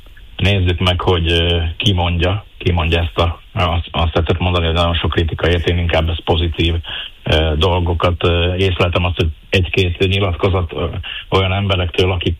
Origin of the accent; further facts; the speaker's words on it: Felvidék, Slovakia; felvidéki magyarként és magyar polgármesterként, magyar emberként